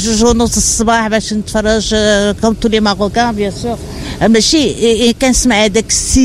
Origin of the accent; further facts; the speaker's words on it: Morocco; انا مغربيه ومفتخره بالمغرب